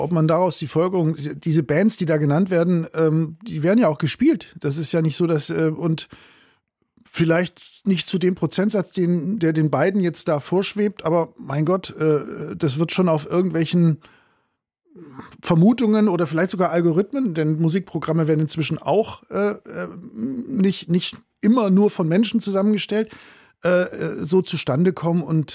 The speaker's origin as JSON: {"language": "German", "region": "Swabia", "country": "Germany", "tie": "born or raised there", "said": "Also ich bin im Schwäbischen aufgewachsen."}